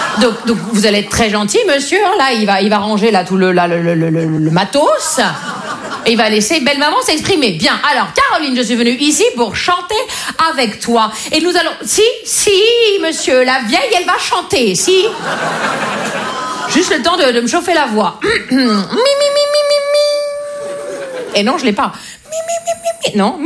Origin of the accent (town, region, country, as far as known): Grand Est, France; accent: Vosges